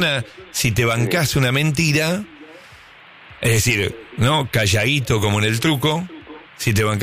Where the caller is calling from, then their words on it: La Pampa, Argentina; Que mejor … … de La Pampa.